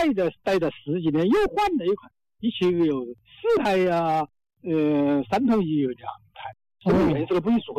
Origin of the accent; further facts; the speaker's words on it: Honghu, Hubei, China; now in Hunan, China; 我老家是洪湖，现在我在湖南那边种田